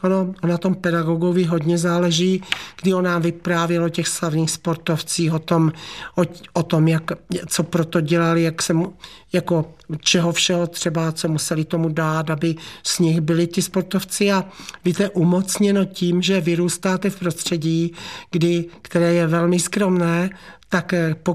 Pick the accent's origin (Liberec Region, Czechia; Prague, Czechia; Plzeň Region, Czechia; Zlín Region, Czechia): Zlín Region, Czechia; Uherský Ostroh; also born or lived in Víceměřice; tam já jsem vyrůstala, bylo to velmi romantické